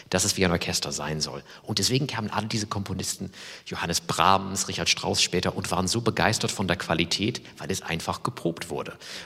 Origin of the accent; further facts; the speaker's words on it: Ireland; now in Meiningen, Germany; ich komme aus Irland, ein Land voll mit Kultur